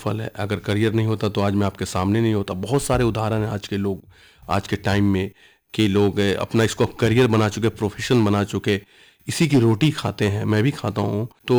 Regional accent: Munger, Bihar, India; मैं मुंगेर जिला से हूँ, तो आप समझ सकते हैं कि मुंगेर एक छोटा सा टाउन है, कस्बा है बिहार में, लेकिन नाम इसका हर जगह है मुंगेर का।

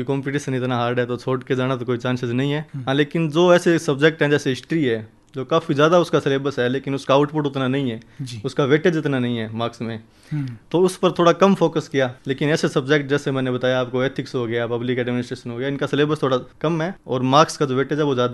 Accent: Rajasthan, India; मैं सूरतगढ़ तहसील के गांव सिद्धवाला का निवासी हूँ।

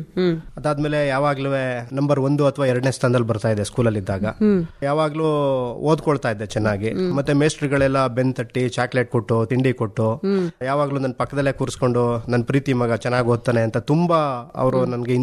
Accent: Kuppegala, Karnataka, India; also born or lived in Mysuru; now in Hassan, India; ನಂದು ಮೂಲತಃ ಮೈಸೂರಿನ ಕುಪ್ಪೆಗಾಲ ಅಂತ ಒಂದು ಕುಗ್ರಾಮ.

